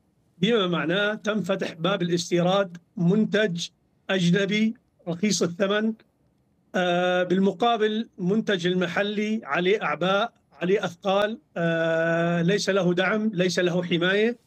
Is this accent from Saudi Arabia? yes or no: no; Syria; عندنا في سوريا